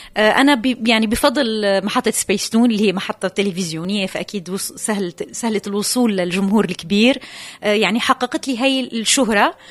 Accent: Syria; بعدين نحن لحقناهم سوريين، وهلأ عم شوف جيل جديد.

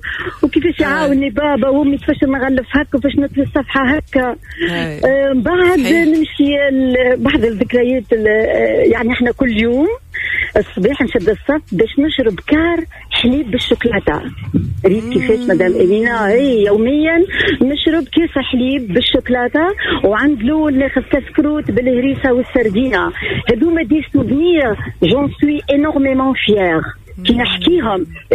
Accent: La Goulette, Tunis Governorate, Tunisia; moved away as an adult; قلت لها انا حلق بادرة وني قريت في المكتبة الابتدائية حلق له تكون مدير.

